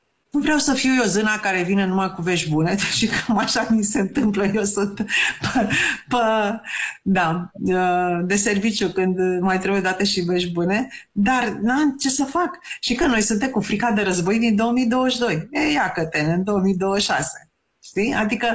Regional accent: Romania; ca români, ca trăitori în această țară

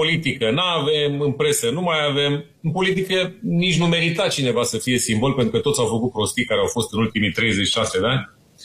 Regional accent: Romania; acum și noi suntem români

